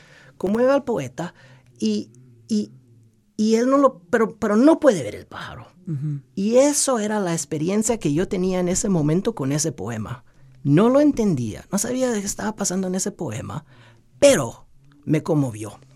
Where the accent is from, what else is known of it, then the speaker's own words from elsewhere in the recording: Los Angeles, California, United States; hablamos español en casa y crecí con culturas muy centroamericanas, pero en verdad yo crecí en Los Ángeles.